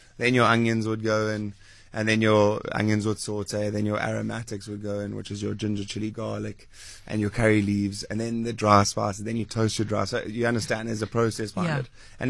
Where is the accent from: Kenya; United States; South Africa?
South Africa; Durban, KwaZulu-Natal; which is I'm from Durban.